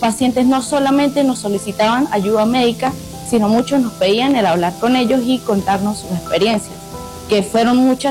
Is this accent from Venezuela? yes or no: yes; Venezuela; siempre nuestra mano amiga como venezolano